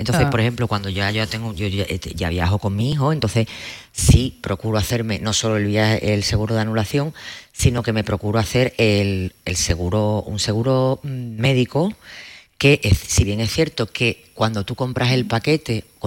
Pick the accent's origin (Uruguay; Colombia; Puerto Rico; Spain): Spain; La gente ignora que en la Unión Europea nosotros tenemos como españoles la posibilidad de pedir la tarjeta sanitaria europea